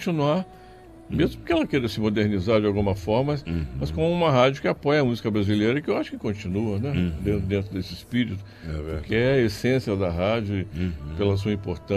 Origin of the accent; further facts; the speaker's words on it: Bambuí, Minas Gerais, Brazil; born there; also born or lived in Belo Horizonte; Quando eu era garoto, na roça, assim, no interior. É verdade, eu nasci em Belo Horizonte, mas minha família é de Bambuí, que é o oeste de Minas.